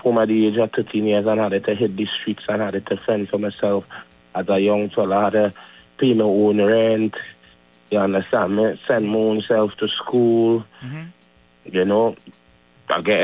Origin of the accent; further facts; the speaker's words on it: Arima, Trinidad & Tobago; Well, I originally from Arima, you know. I originally born and growing in Arima